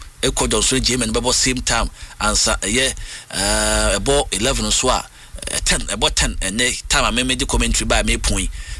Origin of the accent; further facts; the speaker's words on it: Akropong, Eastern Region, Ghana; from Ekropon Equapium.